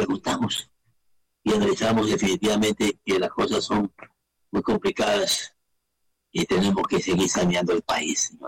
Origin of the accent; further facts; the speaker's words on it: Ecuador; now in Durán, Ecuador; precautelar nuestra inversión como ecuatoriano a los guayaquileños, porque ahora que estoy en Durán, soy durandeño.